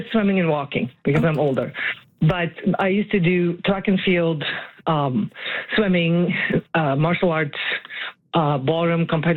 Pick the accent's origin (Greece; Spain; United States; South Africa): South Africa; moved away; From South Africa, because I was born and raised in South Africa, right?